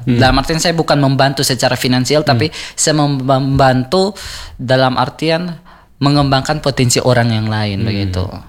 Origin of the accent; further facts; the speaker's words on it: East Nusa Tenggara, Indonesia; untuk kami anak NTT